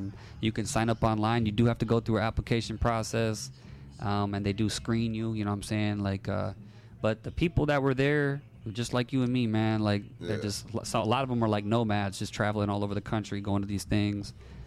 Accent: Milwaukee, Wisconsin, United States; I'm from Milwaukee. I don't surf.

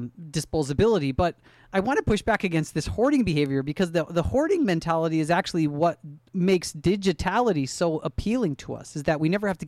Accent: Milwaukee, Wisconsin, United States; when I was growing up in Milwaukee, copies of the Onion newspaper were all over the town, right?

